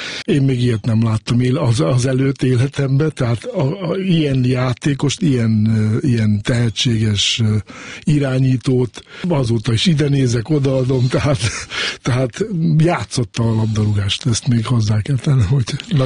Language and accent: Hungarian; Borsod-Abaúj-Zemplén, Hungary; born there; születtem Borsodba